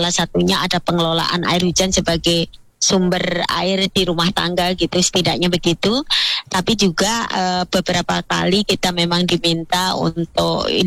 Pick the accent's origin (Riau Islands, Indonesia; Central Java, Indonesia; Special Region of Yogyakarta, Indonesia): Special Region of Yogyakarta, Indonesia; Sleman; born there; kami lahir di Sleman ini, di daerah yang kasmen tangkapan airnya itu masih bagus.